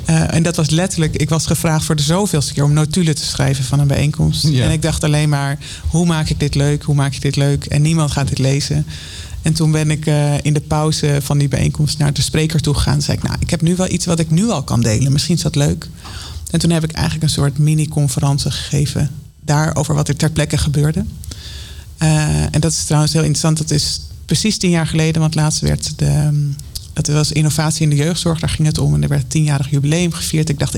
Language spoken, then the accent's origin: Dutch; Amsterdam, North Holland, Netherlands; moved away as an adult; now in Baarn, Netherlands; En ik ben dus echt geboren en getogen in Amsterdam